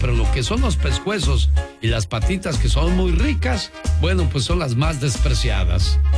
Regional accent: Mexico City, Mexico; moved away; Un día salí de México, pero la Ciudad de México nunca salió de mí.

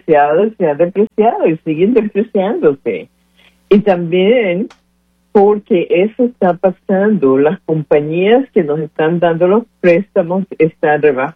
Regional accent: Ecuador; moved away; Yo soy del Ecuador.

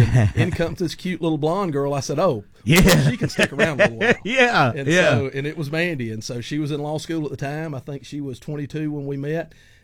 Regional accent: North Mobile County, Washington County, Alabama, United States; I grew up in Southwest Alabama, North Mobile County, Washington County.

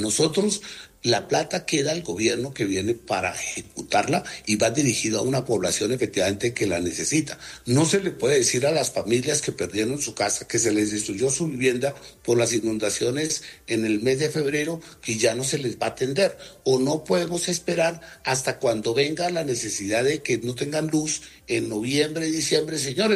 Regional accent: Colombia; Allí tenemos nosotros, es que como colombianos, hacer una veeduría que esa ejecución se haga y se haga correctamente.

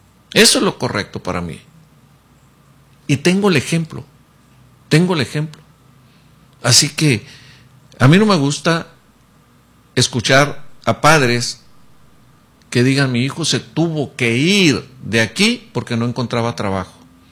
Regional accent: Sahuaripa, Sonora, Mexico; de todos los que venimos de esos padres de Zaguaripa, de luchones, de tesón, de trabajar, de pegarle.

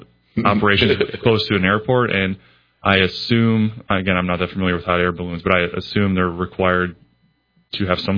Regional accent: Wixom, Michigan, United States; I'm from Wixom. So that's right next door.

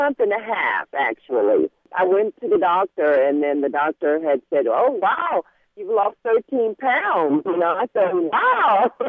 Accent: Grand Prairie, Texas, United States; I'm from Grand Prairie.

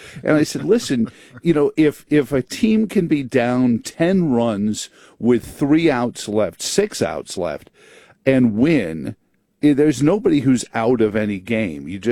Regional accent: New York City, New York, United States; I grew up in New York City

